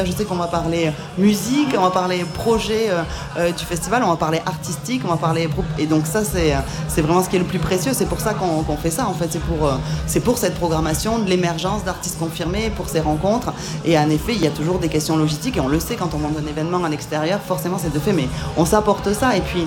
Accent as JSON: {"language": "French", "region": "Southwest France", "country": "France", "lives_now": "La Rochelle, France"}